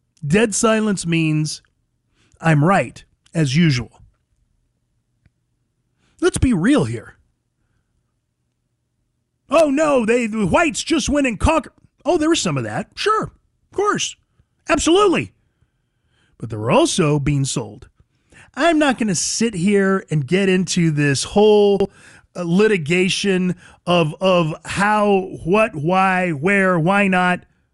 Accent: United States; No, really, I'm not. I'm an American first.

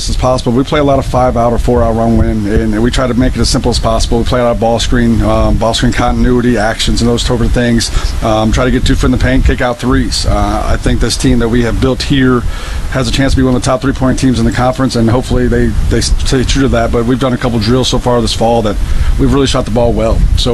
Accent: Peoria, Illinois, United States; Originally from Peoria, Illinois.

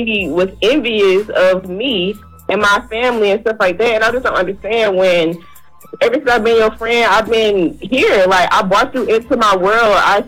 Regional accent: Columbia, South Carolina, United States; I'm from Columbia, South Carolina

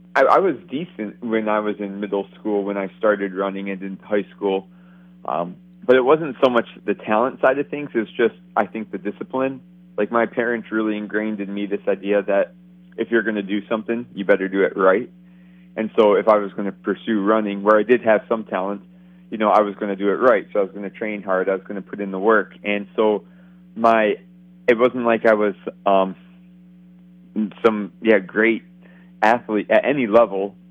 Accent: Michigan, United States; Well, so I grew up in Michigan, and as a kid, if you asked me what I wanted to be when I grew up, it would be a professional athlete.

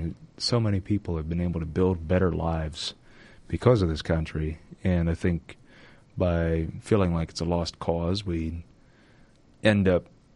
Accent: United States

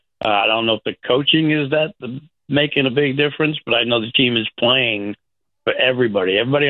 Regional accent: New York City, New York, United States; now in Tampa Bay, United States; I'm originally from Staten Island, been here a long time.

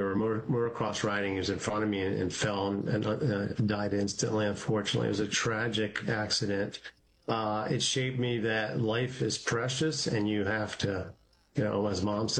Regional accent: Pennsylvania, United States; So from outside Philadelphia, the main line, grew up, I have two older brothers and an older sister. I'm the youngest.

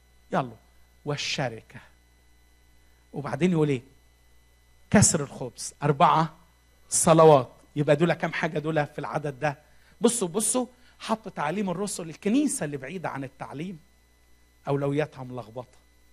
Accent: Egypt; الكبار الاتقياء عندنا في مصر كانش يعملوا حاجه يوم الحد ده خالص،

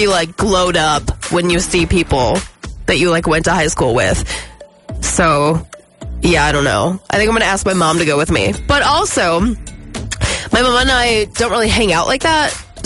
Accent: Grand Rapids, Michigan, United States; born or raised there

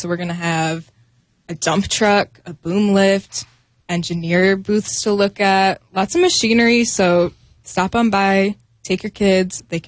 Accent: Flint, Michigan, United States; now in Santa Maria, United States; I'm from Flint.

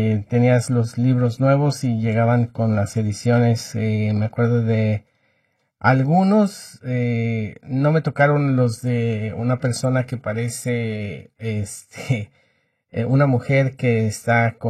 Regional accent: Mexico; Como un ciudadano ejemplar es la mejor forma de decir que somos de origen mexicano.

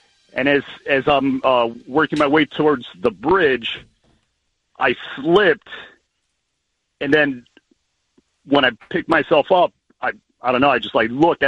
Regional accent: Lindenhurst, United States; Lindenhurst.

